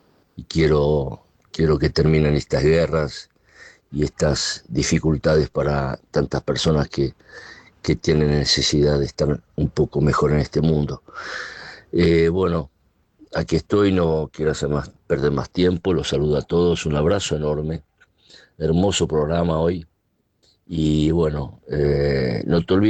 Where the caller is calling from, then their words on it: Rignano Flaminio, Lazio, Italy; de Rignano Flaminio, provincia de Roma, Italia.